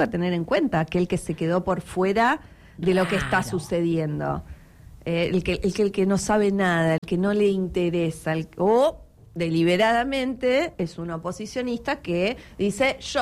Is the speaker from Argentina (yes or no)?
yes; Argentina; nos convoca a todos como argentinos